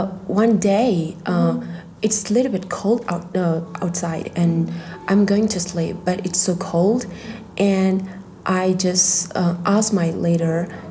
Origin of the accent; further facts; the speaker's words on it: Tibet, China; English is a second language; they know about Xizang, but some of them don't understand about Xizang. And I always share them about my hometown, our traditional clothes, traditional foods, and famous building like Patala Palace, Chokkam Temple, and unique view.